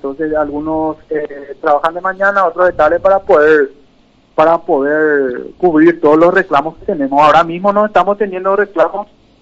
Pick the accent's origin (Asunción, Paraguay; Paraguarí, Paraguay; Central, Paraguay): Asunción, Paraguay; moved away; yo soy de Asunción, ¿verdad? Yo vine a asumir como jefe de la capital, yo soy, ¿verdad? Estoy hace 2 años